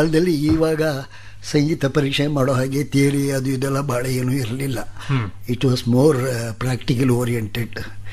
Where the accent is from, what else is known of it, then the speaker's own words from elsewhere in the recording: Mysore, Karnataka, India; ನನಗೆ 81 ವಯಸ್ಸಾಯ್ತು. 1934 ನಾನು ಮೈಸೂರಲ್ಲಿ ಹುಟ್ಟಿದೆ.